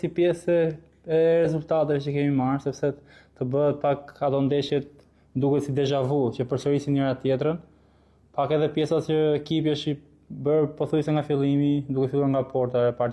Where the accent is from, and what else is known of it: Elbasan, Elbasan County, Albania; born or raised there